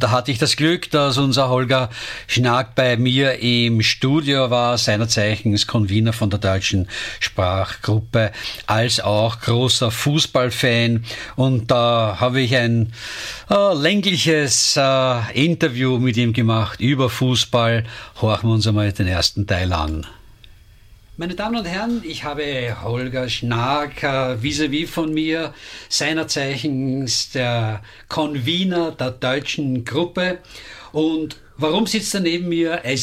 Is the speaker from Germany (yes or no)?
no; Vienna, Austria; Als echter Wiener bin ich ein Bayern-München-Fan.